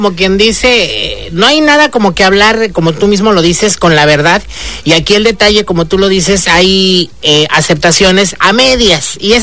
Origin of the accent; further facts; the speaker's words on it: Mexico; siendo la mejor mexicana